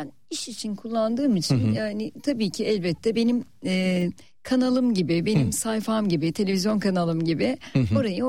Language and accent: Turkish; Ankara, Turkey; memleketimden Ankara'ya da kucak dolusu sevgiler gönderiyorum.